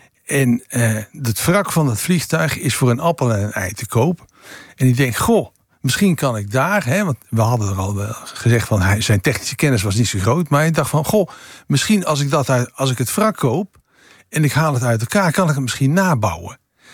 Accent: Netherlands

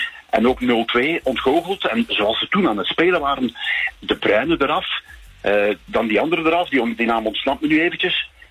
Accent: Belgium; Ja, ik ben blij en tevreden als Belg natuurlijk

